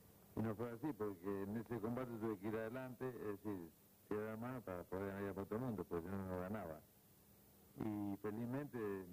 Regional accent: Argentina; somos los dos de Argentina que más combates tenemos.

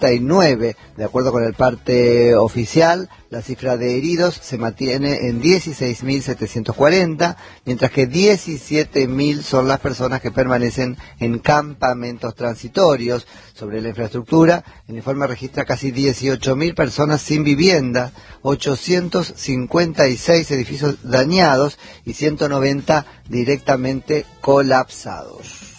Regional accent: Argentina; lo que somos los argentinos

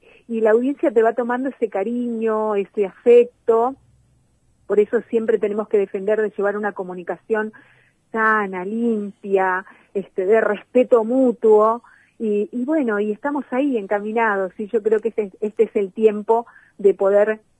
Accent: Pozo del Mortero, Formosa, Argentina; also born or lived in Las Lomitas; fui criada en un pueblo, soy de Las Lomitas, pero fui criada en un pueblo a unos kilómetros de Las Lomitas, que es Pozo del Mortero

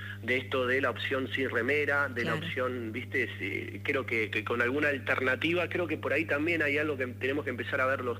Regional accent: Argentina

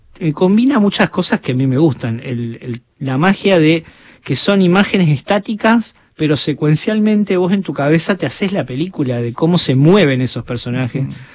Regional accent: Argentina; todo ocurría en mi país, en lugares reconocibles de Buenos Aires

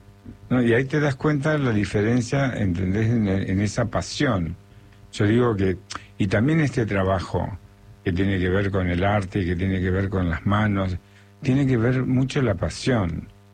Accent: Santa Fe, Argentina; now in Buenos Aires, Argentina; Va, yo no soy porteño, sí, en Santa Fe. Pero tengo 60 años de acá. Entonces, terminé siendo un porteño

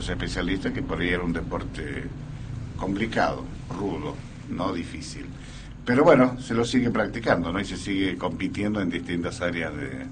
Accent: Argentina

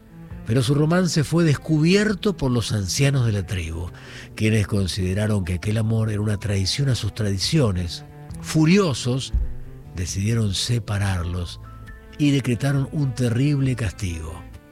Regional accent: Córdoba, Argentina; una leyenda de mi provincia, donde soy autóctono, nacido, de Córdoba.

